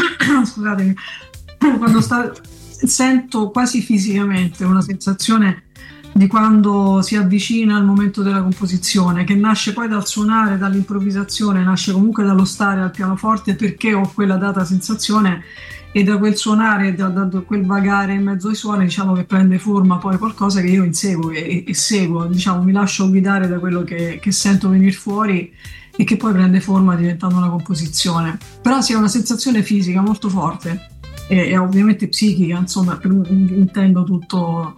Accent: Calabria, Italy; now in Rome, Italy; non sono romana, appunto, sono di adozione, sono calabrese in realtà.

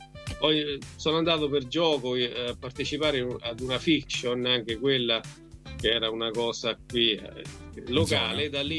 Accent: Foligno, Umbria, Italy; sono proprio di Folignate Doc, come si dice.

